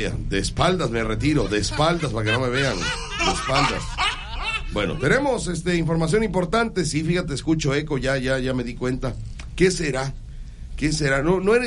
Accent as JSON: {"language": "Spanish", "country": "Mexico", "said": "Somos mexicanos, venimos felices el día de hoy, aterrizando desde Jalapa."}